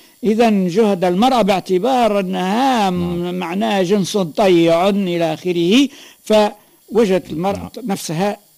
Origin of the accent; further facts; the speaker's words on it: Tunisia; عندنا في تونس